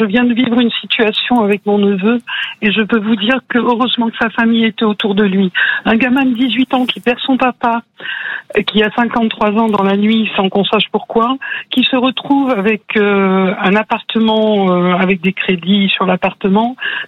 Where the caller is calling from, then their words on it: Audenge, Nouvelle-Aquitaine, France; D'Audenche, bassin d'Arcachon.